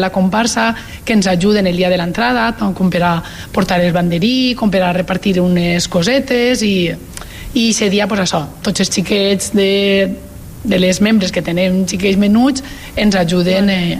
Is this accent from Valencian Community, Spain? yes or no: yes; Bèlgida, Valencian Community, Spain